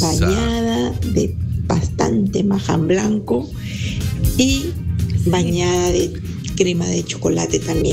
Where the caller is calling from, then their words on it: Callao, Peru; del Callao.